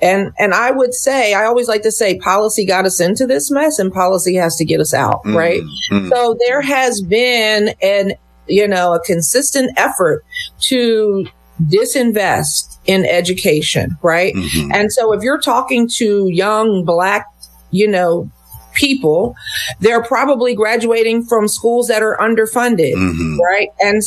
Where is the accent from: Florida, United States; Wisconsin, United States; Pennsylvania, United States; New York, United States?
Pennsylvania, United States; Montgomery County; I'm from Montgomery County, mm-hmm. right? Mm-hmm. And it's beautiful. It's the second wealthiest county in the state